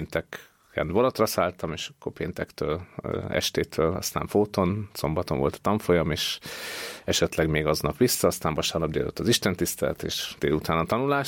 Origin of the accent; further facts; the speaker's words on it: Sopron, Győr-Moson-Sopron, Hungary; Sopronból származom, az talán fontos, és Sopronnak ugye egy nagyon tradicionális evangélikus közössége van, és én ebben a közösségben nőttem olyan értelemben fel